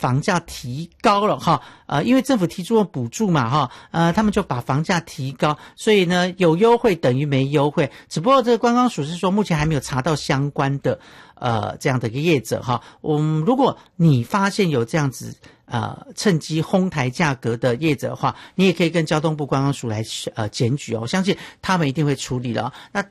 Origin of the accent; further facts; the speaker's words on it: Miaoli, Miaoli County, Taiwan; 还有我的家乡苗栗，也欢迎大家来这个苗栗呢来玩玩哈、哦。山城有很多好山好水哈、哦